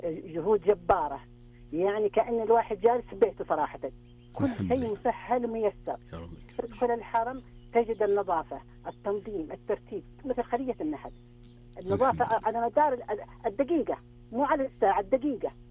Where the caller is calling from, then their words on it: Taif, Makkah Province, Saudi Arabia; أنا نزلت أمس الظهر مكة من الطائف.